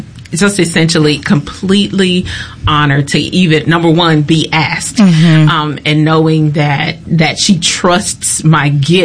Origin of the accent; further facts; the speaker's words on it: Mississippi, United States; because I'm a Mississippi Delta girl.